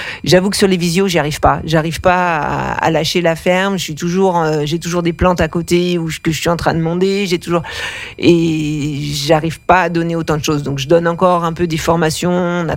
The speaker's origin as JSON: {"language": "French", "region": "Auvergne-Rhône-Alpes", "country": "France", "tie": "born or raised there", "said": "J'ai grandi en Savoie."}